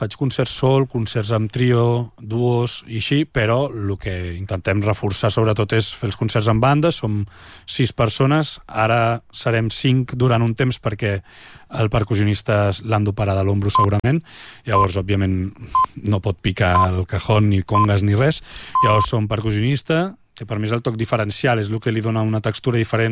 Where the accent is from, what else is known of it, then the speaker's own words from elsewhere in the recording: Gaüses, Catalonia, Spain; Gauses, a l'Empordà, és 40 habitants.